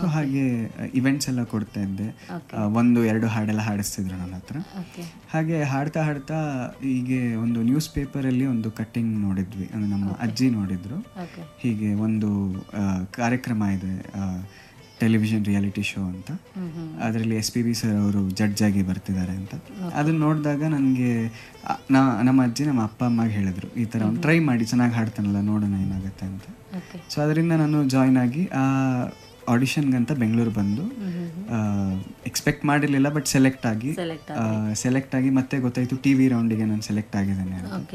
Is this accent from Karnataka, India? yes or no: yes; Mangalore, Karnataka, India; ನಾನು ಮೂಲತಃ ಮಂಗಳೂರಿನವನು.